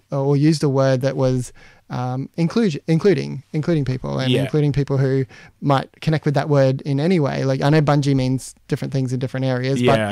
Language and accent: English; Katherine, Northern Territory, Australia; I grew up off country in Catherine, and so my family's from New South Wales.